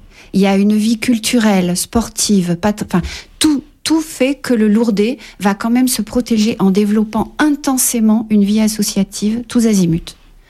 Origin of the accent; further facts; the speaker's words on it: Paris, Île-de-France, France; Je suis parisienne d'origine et j'ai trouvé dans cette ville.